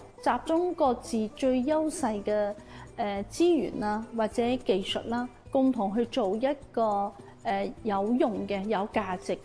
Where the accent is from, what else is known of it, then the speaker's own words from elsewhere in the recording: Macau; 回歸25周年，身為澳門人，四星產業應該是有責任去向前走一步的。